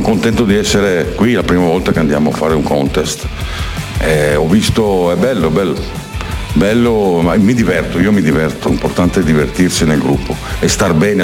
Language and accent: Italian; Soncino, Lombardy, Italy; veniamo da Soncino, che è in provincia di Cremona. È un paesino, beh, anche famosino.